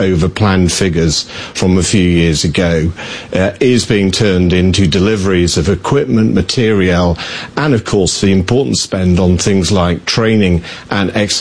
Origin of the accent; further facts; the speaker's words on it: United Kingdom; The thing I would reflect on, both as a Brit and as a NATO officer